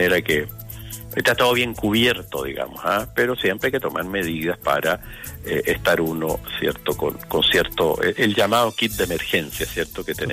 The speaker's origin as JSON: {"language": "Spanish", "region": "Atacama", "country": "Chile", "said": "en esta región que tanto quiero y de donde soy."}